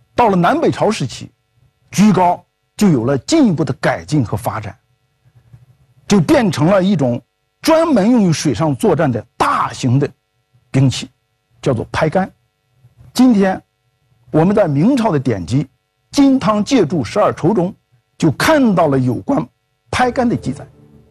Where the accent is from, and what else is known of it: China